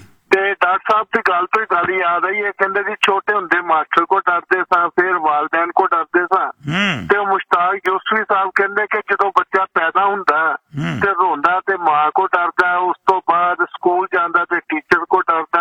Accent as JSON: {"language": "Punjabi", "town": "Multan", "region": "Punjab", "country": "Pakistan", "said": "ਮੈਂ ਮੁਲਤਾਨ ਤੋਂ ਜੇ ਤੇ ਬੜਾ ਰੋਜ਼ ਹੀ ਸੁਣਦਾ ਤੁਹਾਨੂੰ"}